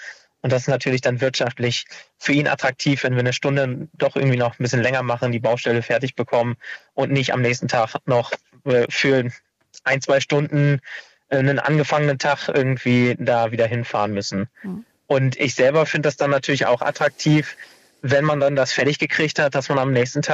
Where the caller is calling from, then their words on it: Bad Laer, Lower Saxony, Germany; Bad Lahr, das ist genau 8 Kilometer von der Grenze entfernt.